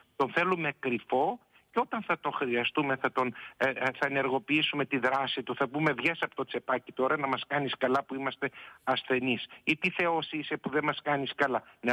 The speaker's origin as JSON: {"language": "Greek", "region": "Eastern Macedonia and Thrace", "country": "Greece", "tie": "born or raised there", "moved": "yes", "lives_now": "Athens, Greece", "said": "εγώ είμαι από την επαρχία πάνω από την Ορεστιάδα του Εύρου. Τώρα φυσικά επί 30 χρόνια είμαι κληρικός εδώ στην Ιεράρχη Επισκοπή Αθηνών."}